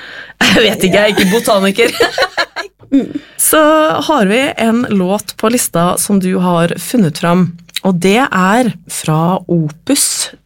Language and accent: Norwegian; Trondheim, Trøndelag, Norway; når jeg vokste opp I Trondheim